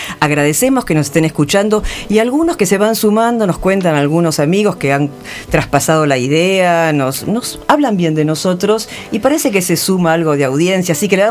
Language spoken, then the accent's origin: Spanish; Argentina; Soy argentina.